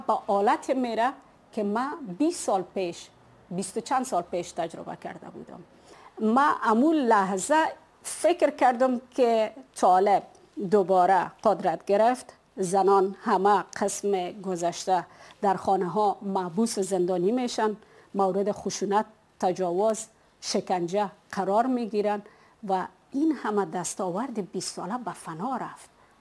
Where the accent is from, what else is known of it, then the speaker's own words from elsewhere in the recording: Afghanistan; چون خب من فکر میکنم که یگانه و اولین خبرنگار از افغانستان هستم که کارت سالانه ناتو و اتحادیه اروپا را دارم.